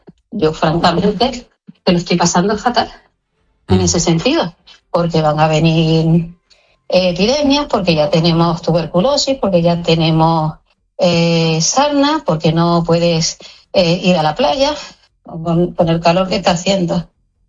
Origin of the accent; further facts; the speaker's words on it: Ceuta, Spain; Nosotros somos españoles, tanto Ceuta como Melilla, independientemente de la creencia religiosa.